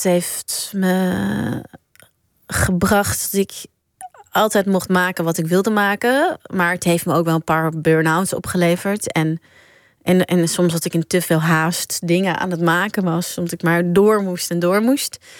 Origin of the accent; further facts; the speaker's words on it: Nieuwegein, Utrecht, Netherlands; Nee, ik kom ook uit Nieuwegein oorspronkelijk.